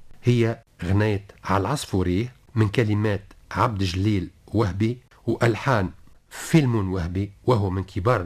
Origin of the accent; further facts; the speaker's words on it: Tunisia; احنا عندنا في تونس